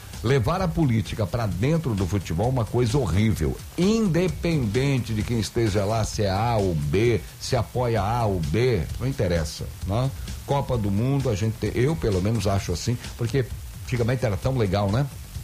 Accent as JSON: {"language": "Portuguese", "country": "Brazil", "said": "sou brasileiro, vou torcer pro Brasil"}